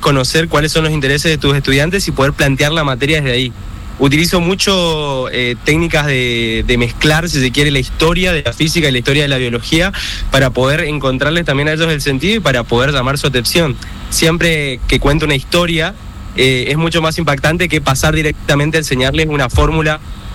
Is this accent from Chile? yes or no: no; Quitilipi, Chaco, Argentina; also born or lived in Presidencia Roque Sáenz Peña / Resistencia; now in Buenos Aires, Argentina; Soy de la ciudad de Quitilipi, pero trabajé en Presidencia Roque San Peña y también en la ciudad de Resistencia un breve periodo de tiempo y actualmente resido en la ciudad de Buenos Aires.